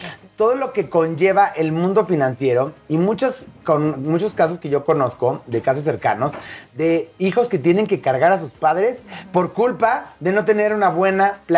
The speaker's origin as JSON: {"language": "Spanish", "country": "Mexico", "said": "nosotros como mexicanos no tenemos una cultura del ahorro."}